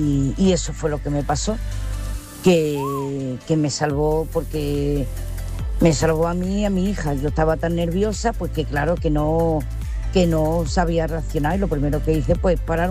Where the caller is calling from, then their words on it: Melilla, Spain; Les hablo de Melilla.